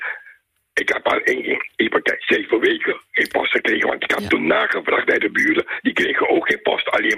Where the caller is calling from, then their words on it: The Hague, South Holland, Netherlands; Ik woon, ja mevrouw, in een mooie stad, Den Haag.